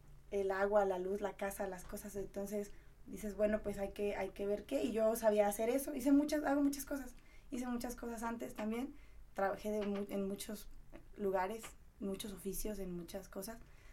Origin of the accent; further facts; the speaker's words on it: Charo, Michoacán, Mexico; born there; Nací en Charo.